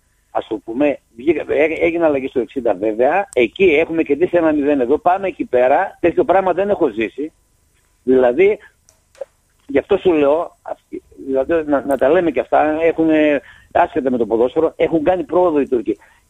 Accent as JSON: {"language": "Greek", "region": "Central Macedonia", "country": "Greece", "tie": "born or raised there", "said": "Θυμάμαι βεβαίως από μικρό παιδί, από το χωριό μου εκεί πέρα που παίζαμε, κάναμε ένα μικρό χωριό κοντά στην Έδεσα"}